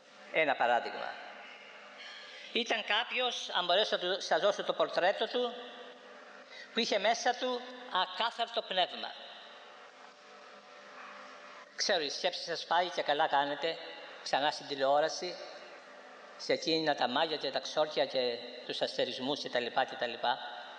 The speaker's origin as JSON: {"language": "Greek", "area": "Corfu", "region": "Ionian Islands", "country": "Greece", "said": "στο νησί μου στην Κέρκυρα."}